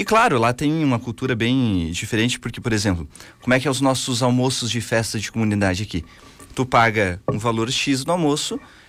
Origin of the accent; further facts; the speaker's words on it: Cerro Negro, Santa Catarina, Brazil; moved away; eu sou natural do município Cerro Negro. que fica em Santa Catarina.